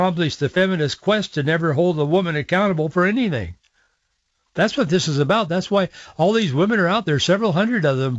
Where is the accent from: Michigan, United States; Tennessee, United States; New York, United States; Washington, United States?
Washington, United States; Yakima; I was born in Yakima, and she in Yakima Valley, but we lived there, and our parents were friends, and our grandparents were friends